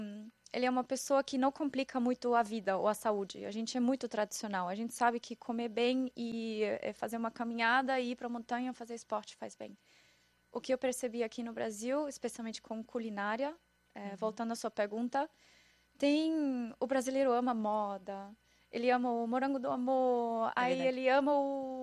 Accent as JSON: {"language": "Portuguese", "country": "Austria", "second_language": "Portuguese", "lives_now": "Brazil", "said": "Eu só coloquei a minha essência, o que faz sentido para mim, como austríaca, que é a saúde de verdade."}